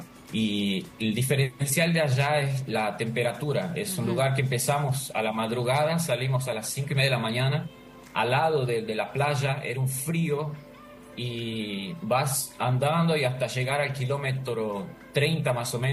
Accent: Argentina; now in Brazil; argentinos en el Río de Janeiro. Aquí en Minas Gerais no hay tantos, así que si extrañan un poco mi tonada media rara es porque la verdad que poco hablo español

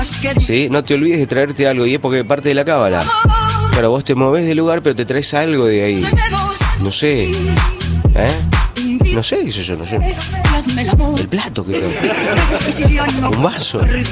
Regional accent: Argentina; Quizás sí, somos argentinos, amigos, somos argentinos.

